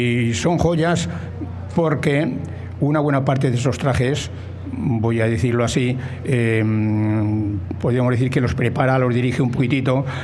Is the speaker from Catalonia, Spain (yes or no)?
no; Fermoselle, Castile and León, Spain; y es que yo soy de Fermoselle.